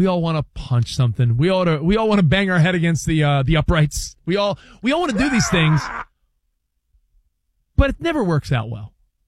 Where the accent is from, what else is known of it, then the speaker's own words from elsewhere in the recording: New York, United States; I'm from New York.